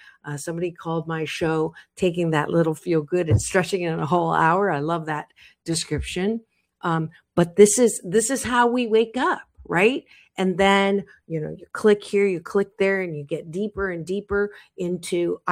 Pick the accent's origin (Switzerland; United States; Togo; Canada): Canada; born there; because I was born in Canada